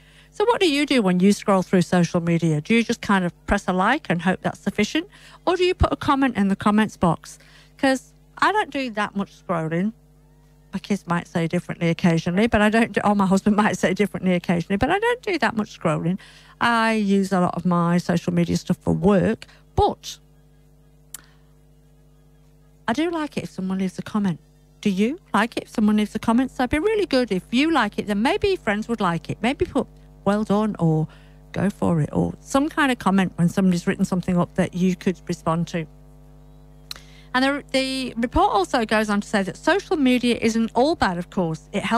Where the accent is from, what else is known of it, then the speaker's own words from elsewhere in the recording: North West England, United Kingdom; accent: British English; also born or lived in Yorkshire; now in Swan Valley, Australia; We get a lot of rain in the part of the world I come from. I was born in Yorkshire but grew up in Lancashire, which is not far from Manchester, which is known to be a very wet place with lots of rain.